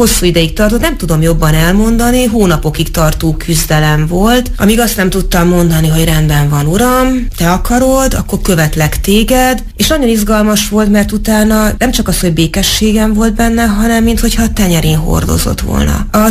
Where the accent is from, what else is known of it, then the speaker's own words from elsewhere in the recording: Tatabánya, Komárom-Esztergom, Hungary; born there; now in Debrecen, Hungary; Tehát kvázi lehet azt mondani, hogy debreceni vagyok, de nem Debrecenben, hanem Tatabányán születtem. De hát debreceni alapvetően a család identitása.